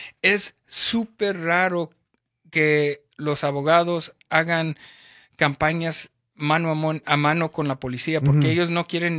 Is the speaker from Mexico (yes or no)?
yes; northern Mexico, Mexico; also born or lived in Tijuana; now in Los Angeles, United States; Pero somos norteños.